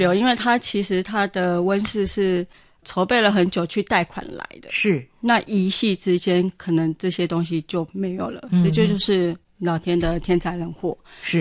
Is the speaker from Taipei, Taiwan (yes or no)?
no; Sihu, Yunlin County, Taiwan; moved away; 我是云林人。